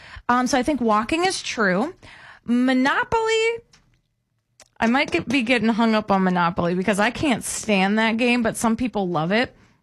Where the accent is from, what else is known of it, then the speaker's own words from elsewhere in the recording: United States; And you know that I'm a American girl. I'm a free enterprise girl.